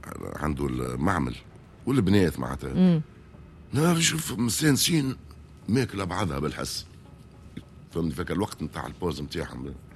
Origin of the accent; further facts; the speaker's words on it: Tunisia; accent: Tunisian; عملنا الدارجه التونسيه نتاعنا دارجتنا التونسيه